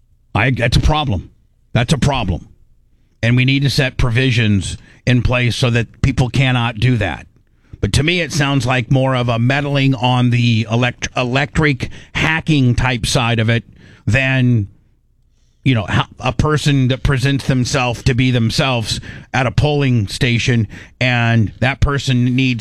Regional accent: United States

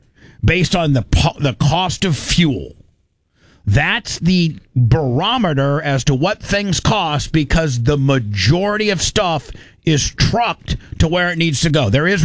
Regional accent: United States

